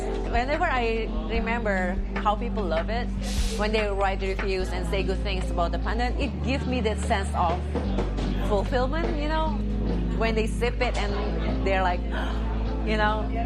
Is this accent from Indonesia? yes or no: yes; Indonesia; moved away; growing up in Indonesia, I have it in my front yard.